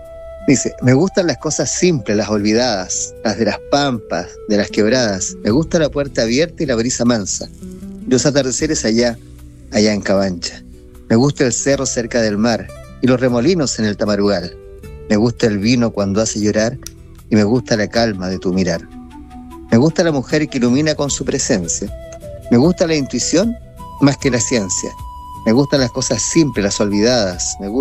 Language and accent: Spanish; Tarapacá, Chile; moved away as an adult; siempre quería volver, porque usted sabe que a mí me gusta mi tierra, mi norte.